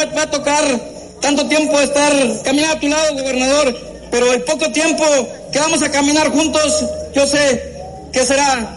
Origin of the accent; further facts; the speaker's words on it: Xiutetelco, Puebla, Mexico; En nombre de mi pueblo de Xiutetelco te saluda con los brazos abiertos.